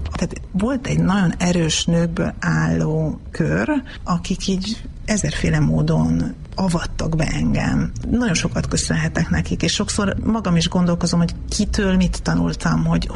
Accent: Tiszaföldvár, Jász-Nagykun-Szolnok, Hungary; Tiszaföldváron születtem, és én vagyok a családnak az ötödik lánya. Apukám és anyukám második házasságába születtem, és Földvár egy tiszaparti kisváros. Vannak nagyon szép emlékeim onnan

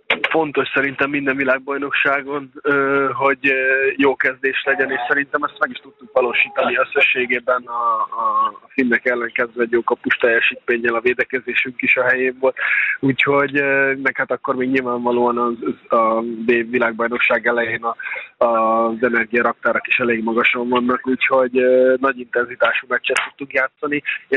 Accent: Hungary; magyarként ezt meg tudjuk élni.

